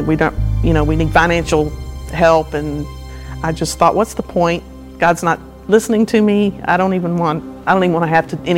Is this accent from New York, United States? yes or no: no; Houston, Texas, United States; moved away as an adult; also born or lived in Midland, Texas / Detroit, Michigan; I'm originally from Houston, Texas. We lived in Midland for about 14, 15 years.